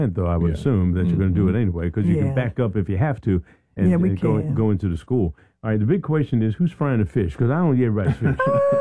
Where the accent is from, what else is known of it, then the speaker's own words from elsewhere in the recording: Philadelphia, Pennsylvania, United States; Look, I'm from Philadelphia, and … has sweet potato pie.